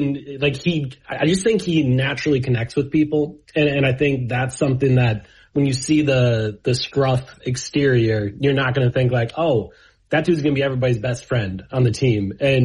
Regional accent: Milwaukee, Wisconsin, United States; moved away as an adult; now in Miami, United States; I'm from Milwaukee, they moved me down here

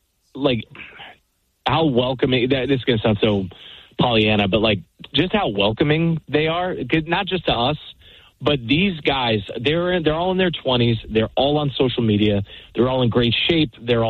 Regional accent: Mid-Atlantic, United States; I grew up in the Mid-Atlantic, so the Orioles were the only game in town.

